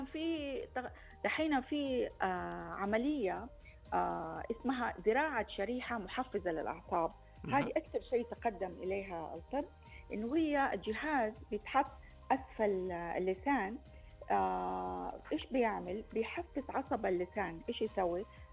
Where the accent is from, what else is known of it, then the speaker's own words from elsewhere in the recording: Saudi Arabia; عندنا في المملكة